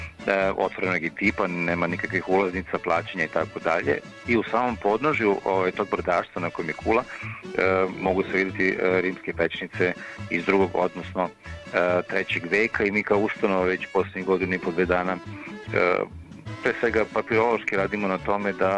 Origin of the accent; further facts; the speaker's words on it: Ćićevac, Šumadija and Western Serbia, Serbia; also born or lived in Belgrade; Vratio sam se u svoj zavičaj pre 5 godina, ja sam inače iz Ćićevca, nisam dugo živeo tu, živeo sam u Beogradu i školovao se tako redom.